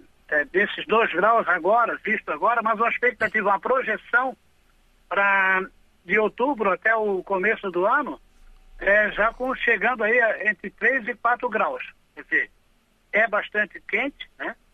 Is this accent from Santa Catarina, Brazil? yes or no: yes; Florianópolis, Santa Catarina, Brazil; Eu sou de Florianópolis.